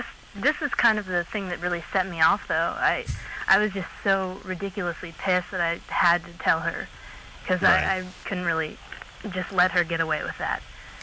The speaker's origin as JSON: {"language": "English", "town": "Portland", "region": "Oregon", "country": "United States", "said": "Portland, Oregon."}